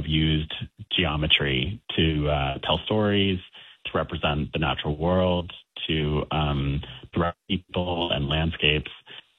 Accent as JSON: {"language": "English", "town": "Colorado Springs", "region": "Colorado", "country": "United States", "tie": "born there", "also_born_or_lived": "North Carolina, United States / Germany / New Jersey, United States / Korea", "said": "I grew up, I was born in Colorado Springs. And then I moved to North Carolina. Then we lived in Germany for 5 years, and then back to New Jersey for 5 years. And then we moved to Korea for 3 years, and then back to Maryland."}